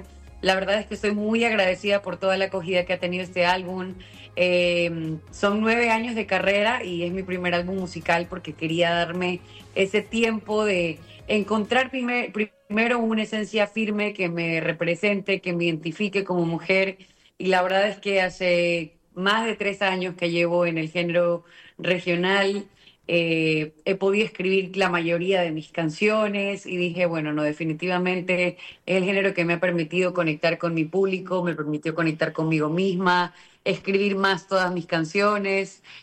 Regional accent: Ecuador; ahorita estoy en Guayaquil, acá en mi país, Ecuador.

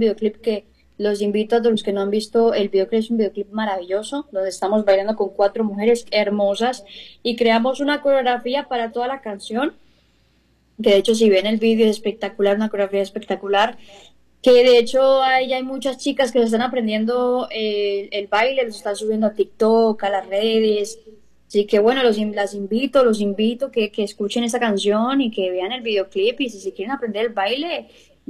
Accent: Colombia; a todo mi pueblo colombiano, a Colombia

